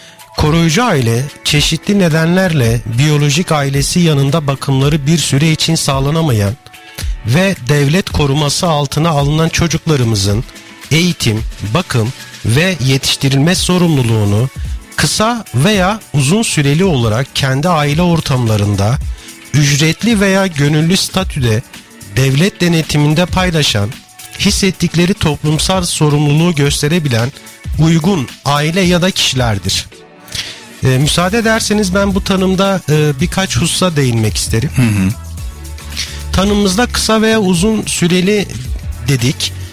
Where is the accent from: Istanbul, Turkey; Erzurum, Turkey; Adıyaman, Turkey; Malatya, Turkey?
Adıyaman, Turkey; Samsat; born there; 1979 Samsat doğumluyum.